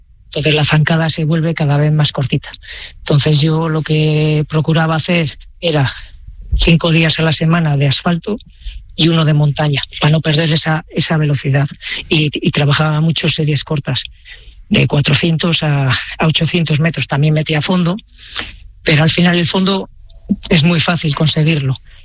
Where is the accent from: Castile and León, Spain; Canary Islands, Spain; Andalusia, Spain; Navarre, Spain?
Castile and León, Spain; Palencia; fue más que nada por promocionar mi tierra. Uh-huh. Al final mucha gente se piensa que Palencia es llano, es tierra de campos.